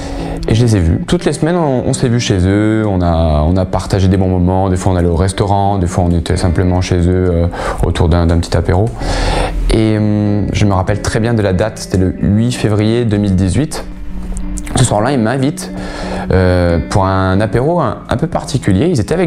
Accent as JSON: {"language": "French", "town": "Oyonnax", "region": "Auvergne-Rhône-Alpes", "country": "France"}